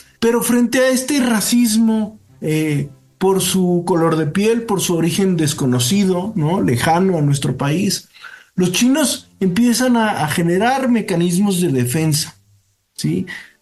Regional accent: Durango, Mexico

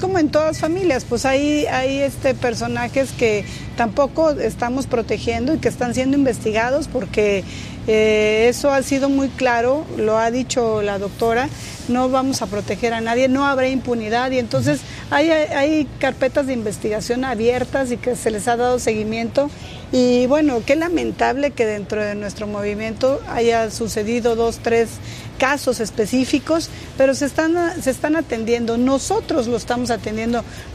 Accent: Chiapas, Mexico

